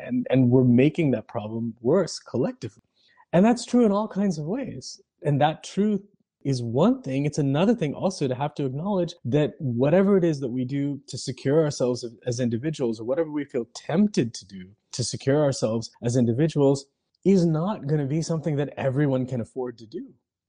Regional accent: California, United States; I grew up in California.

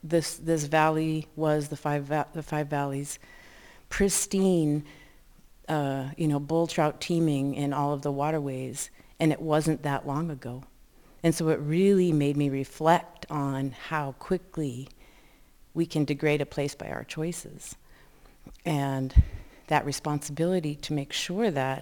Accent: Missoula, Montana, United States; I grew up here in Missoula, surrounded by Superfund sites. I grew up on the north side

